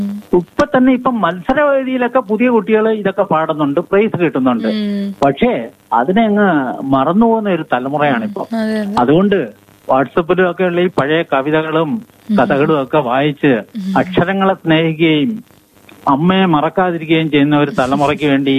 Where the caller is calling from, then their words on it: Kollam, Kerala, India; കടപ്പാക്കടയിൽ നിന്നാണ്.